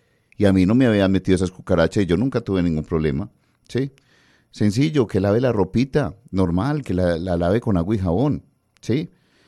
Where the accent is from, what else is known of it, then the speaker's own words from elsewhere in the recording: Antioquia, Colombia; Somos antioqueños